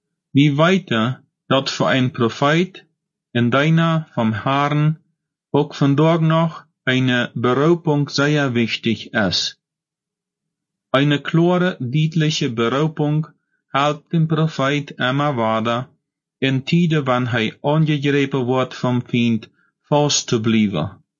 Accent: Paraguay; was in meiner Heimat in Paraguay oder in Deutschland für sich geht

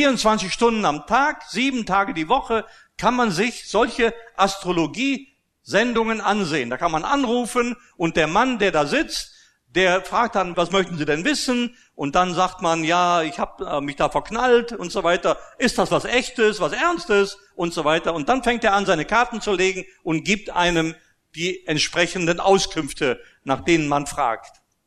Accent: Austria; ich bin ja in Österreich groß geworden, römisch-katholisch.

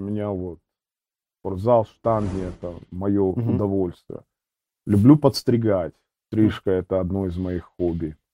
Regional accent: Mariupol, Donetsk Oblast, Ukraine; Родился я на Украине, город Мариуполь. Наверное, будет даже точнее сказать Донецкая область.

